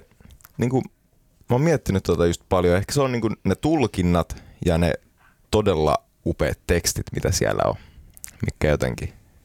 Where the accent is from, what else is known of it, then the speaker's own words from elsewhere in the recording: Huddinge, Stockholm County, Sweden; Mä oon nähnyt sen puolen tosi läheltä kasvaessani Ruotsissa lähiössä Flemingsbergissä.